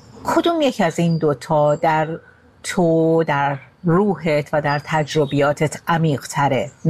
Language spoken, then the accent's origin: Persian; Iran; now in Germany; من 19 سال پیش از ایران اومدم بیرون.